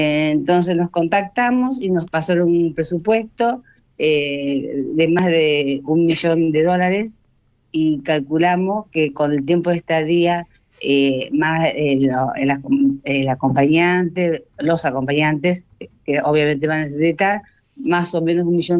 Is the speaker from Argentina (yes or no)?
yes; Leones, Córdoba, Argentina; also born or lived in Marcos Juárez; Somos de Leones, provincia de Córdoba.